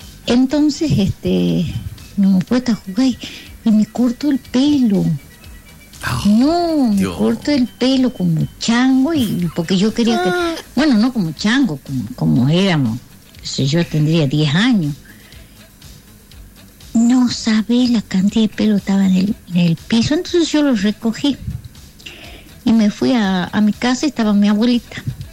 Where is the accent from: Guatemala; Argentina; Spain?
Argentina; Campo Santo, Salta; en diagonal a mi casa, en Camposanto, había una peluquera y un peluquero.